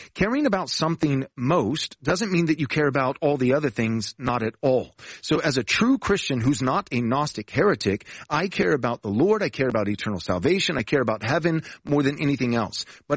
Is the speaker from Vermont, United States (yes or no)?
no; Texas, United States; And we moved out to Texas, back to my old stomping grounds, growing up, born and raised in Texas, and started a church in my living room